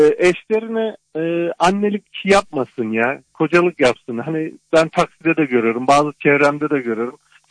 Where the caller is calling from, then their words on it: Istanbul, Turkey; İstanbul Ataşehir.